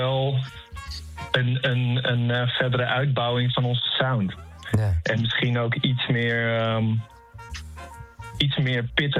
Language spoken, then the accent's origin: Dutch; Emmen, Drenthe, Netherlands; born there